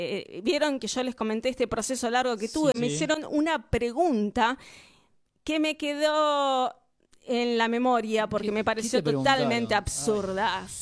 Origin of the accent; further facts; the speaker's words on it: Buenos Aires Province, Argentina; lo que tenemos los de Zona Oeste o el Gran Buenos Aires es que no solo tenemos 2 horas de viaje